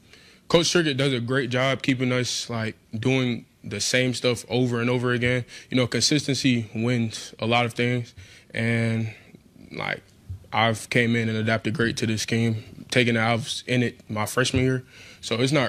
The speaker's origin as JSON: {"language": "English", "region": "the South", "country": "United States", "moved": "as an adult", "lives_now": "West Virginia, United States", "said": "I'm from the South, so like, you know, it don't get cold down there."}